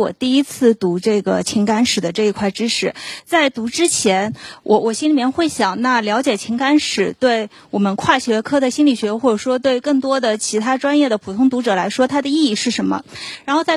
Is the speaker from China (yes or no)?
yes; China; 那我们中国人在整个过程中，整个历史的演变过程中，我们理解爱情有哪些变化